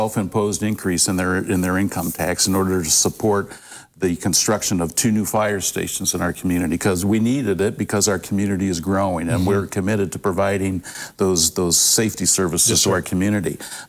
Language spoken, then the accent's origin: English; Bowling Green, United States; and I grew up in Bowling Green, I've never lived anywhere else